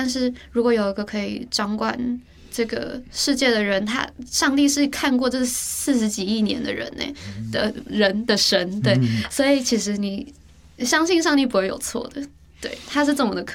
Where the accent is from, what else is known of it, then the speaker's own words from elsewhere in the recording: Taiwan; 为了要给我们台湾人看